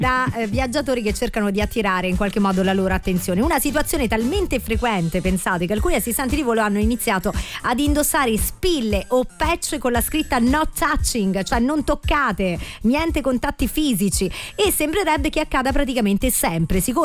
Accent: Rome, Lazio, Italy; Noi romani in questo tendiamo un po'.

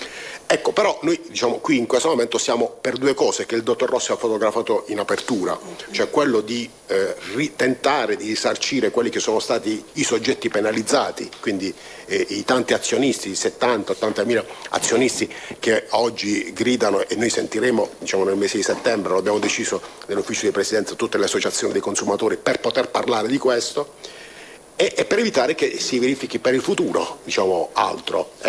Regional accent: Bari, Apulia, Italy

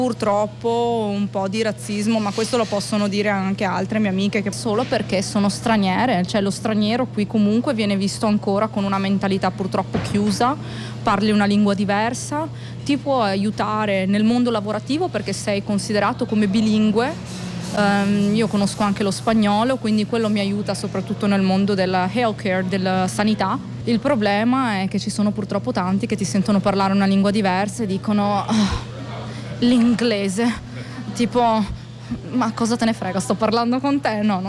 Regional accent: Vicenza, Veneto, Italy; moved away as an adult; also born or lived in Maryland, United States; now in United States; io sono vicentina, nata vicino a Venezia, nata sempre a Sottomarina, Jesolo, il mare, la mia vita

